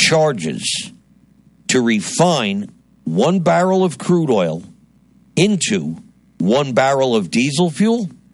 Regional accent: New Jersey, United States; my home state of New Jersey.

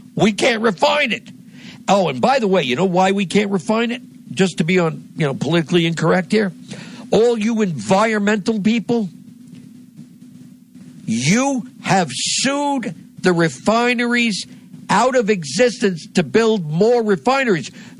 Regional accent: New Jersey, United States; here in my home state of New Jersey

